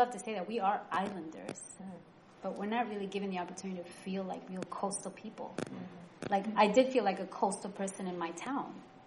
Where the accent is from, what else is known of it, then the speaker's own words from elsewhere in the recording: New York City, New York, United States; now in East Boston, United States; growing up in New York City